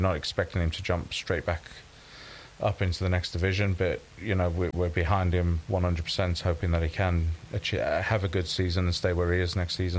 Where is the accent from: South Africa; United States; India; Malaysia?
South Africa; now in Tameside, United Kingdom; And I come from South Africa, so sports is like a big thing in South Africa.